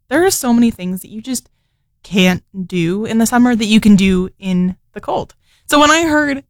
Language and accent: English; Minnesota, United States; I'm from Minnesota, so the cold is where I live. It's actually the coldest per capita state in the U.S.